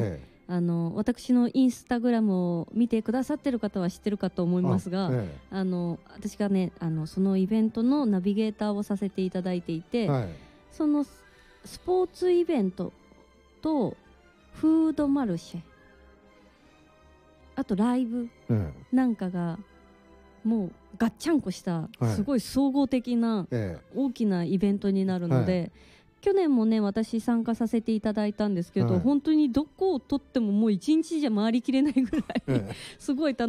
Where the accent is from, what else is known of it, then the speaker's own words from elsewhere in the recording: Kariya, Aichi, Japan; 私の地元、はい、愛知県刈谷市にて、はい、アーバンフェス2026というものが行われるんですね、